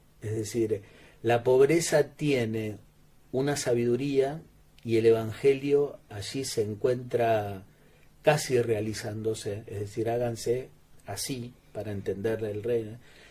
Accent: Argentina; Así que casi te estaba por responder como un argentino en el mundial, que somos lo más, que tenemos a Messi

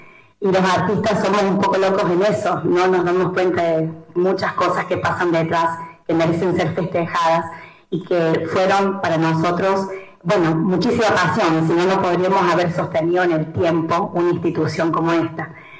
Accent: Hernando, Córdoba, Argentina; moved away; Yo soy de Hernando, me siento plenamente hernandense, si bien no estoy viviendo acá, pero nunca dejé de estar acá en todo sentido.

